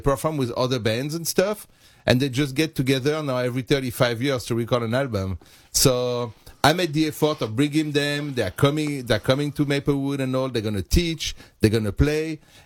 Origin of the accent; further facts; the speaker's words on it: Fontainebleau, Île-de-France, France; moved away as an adult; now in New York City, United States; I grew up in Fontainebleau, and Fontainebleau is like where … was based.